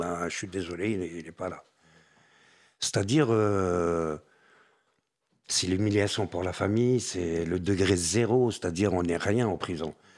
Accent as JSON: {"language": "French", "town": "Paris", "region": "Île-de-France", "country": "France", "said": "moi en tant que Parisien, je me suis retrouvé à l'île Doré."}